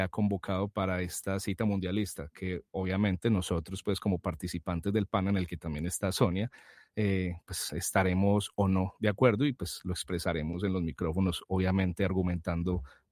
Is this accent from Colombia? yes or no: yes; Colombia; pero pues obviamente como los colombianos queremos que les vaya bien